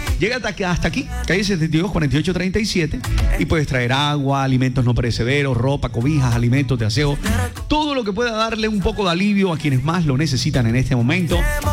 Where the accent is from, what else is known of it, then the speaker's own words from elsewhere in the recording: Barranquilla, Atlántico, Colombia; Oiga, recuerden que a nosotros como barranquilleros quizás no sentimos el dolor que ha causado la naturaleza, que nos ha golpeado a nosotros como los colombianos con fuerza, ¿no?